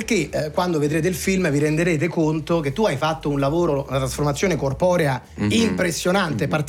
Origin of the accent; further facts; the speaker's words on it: Rome, Lazio, Italy; chiedo scusa per la pronuncia partenopea da un romano